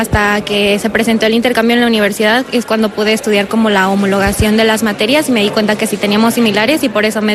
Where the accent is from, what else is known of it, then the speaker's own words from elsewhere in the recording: Mexico; moved away as an adult; now in León, Spain; Como mexicana me siento muy segura aquí en León